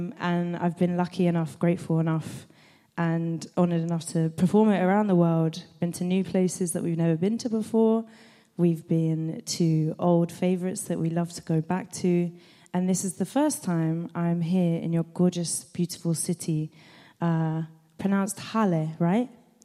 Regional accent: London, United Kingdom; And as you can tell, we're from London.

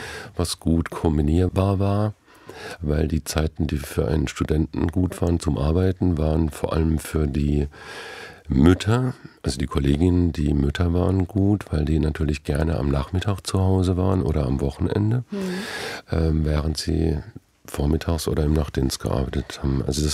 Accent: Neustadt an der Weinstraße, Rhineland-Palatinate, Germany; moved away; Neustadt hatte zu dem Zeitpunkt 50.000 Einwohner und wir wohnten, also meine Eltern hatten eine Bäckerei und wohnten auch noch in einer Art Vorort, also wie so eine Vorstadt. Mhm. Also nicht direkt im Zentrum, also eher ländlich.

